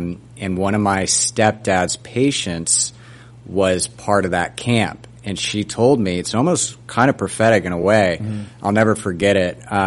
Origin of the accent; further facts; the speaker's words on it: Orlando, Florida, United States; Grew up in Orlando, Florida